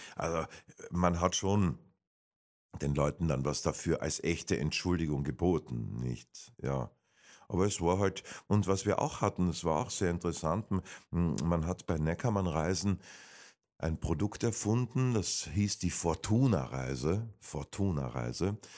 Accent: Carinthia, Austria; accent: Carinthian; moved away as an adult; Und ich habe schon das Zuhause vermisst, ehrlich gesagt. Schön gewohnt und alles, ja, aber Kärnten ist leider eins, ne? Und da habe ich mir gedacht, 2012, nichts wie heim jetzt da. Ne? Koffer gepackt, heimgefahren. Schön ist daheim.

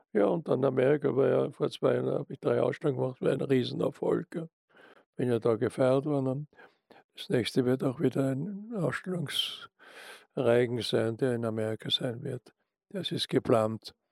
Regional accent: Austria; in Österreich liebe und Österreich lebe, dass man auch in Österreich diese Bilder kauft. Also das ist mein Heimatland und ich bin natürlich Mitteleuropäer, das ist klar.

